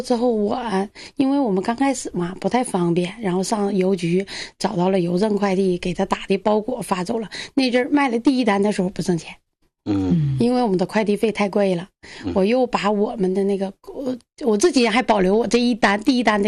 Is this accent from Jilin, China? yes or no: yes; Jilin, China; 我们家的就是住在长白山脚下